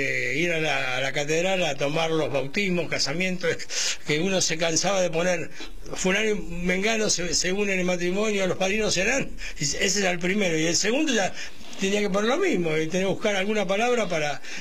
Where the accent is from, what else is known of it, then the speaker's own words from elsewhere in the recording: Lomas de Zamora, Buenos Aires Province, Argentina; born there; Y Lomas, donde yo nací